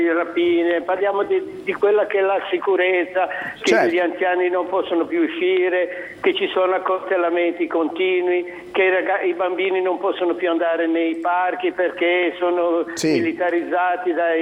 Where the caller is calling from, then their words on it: Genoa, Liguria, Italy; Genova, io sono genovese